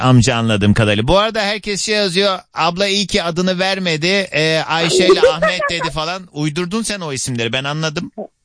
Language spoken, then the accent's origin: Turkish; Kars, Turkey; Ben bilmiyorum Karslıyım.